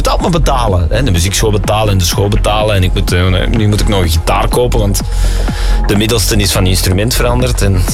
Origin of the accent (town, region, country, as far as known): Flanders, Belgium